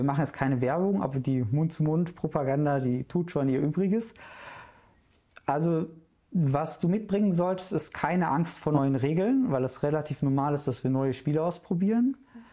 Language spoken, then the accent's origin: German; Duisburg, North Rhine-Westphalia, Germany; Antwort ist, ich komme aus Duisburg, die lange ist halt, ich bin viel umgezogen.